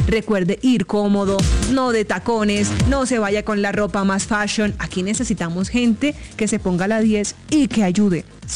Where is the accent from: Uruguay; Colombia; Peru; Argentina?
Colombia